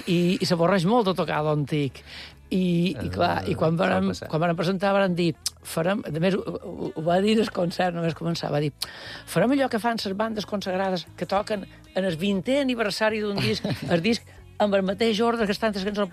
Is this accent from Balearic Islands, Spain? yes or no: yes; Mallorca, Balearic Islands, Spain; nosaltres som un grup de Mallorca i tal, però no us confongueu, va dir, nosaltres venim de la Gaida